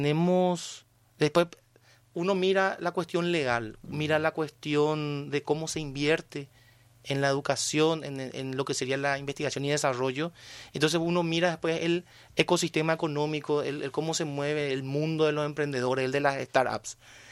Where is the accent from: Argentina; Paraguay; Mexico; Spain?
Paraguay; Como paraguayos sabemos de que nuestro lema es vencer o morir.